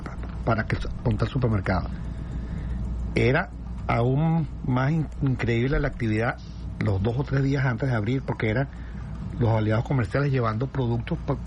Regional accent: Venezuela; como somos los venezolanos.

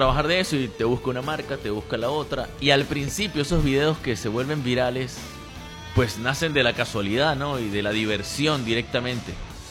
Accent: Venezuela

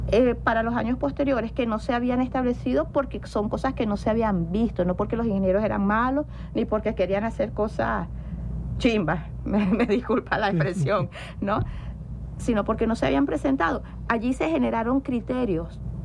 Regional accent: Venezuela; como venezolanas y venezolanos, nosotros sufrimos la tragedia de Vargas en el año 99

